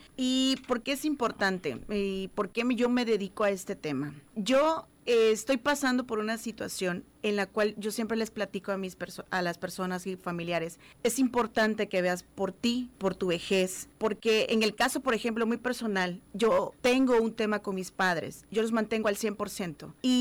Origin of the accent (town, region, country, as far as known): Mexico